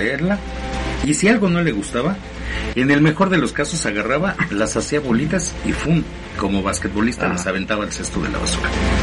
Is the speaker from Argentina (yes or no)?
no; Mexico; nosotros como mexicanos